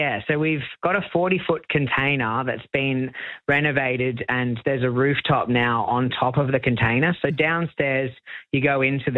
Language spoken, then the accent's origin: English; Wynnum, Queensland, Australia; I started this festival in my hometown, Wynnum, where I was trying to get away from for about 10 years before that.